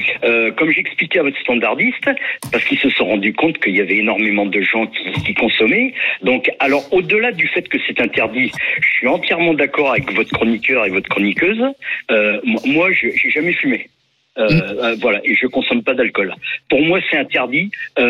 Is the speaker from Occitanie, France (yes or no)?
no; Tourcoing, Hauts-de-France, France; moi j'ai vécu mon enfance à Tourcoing.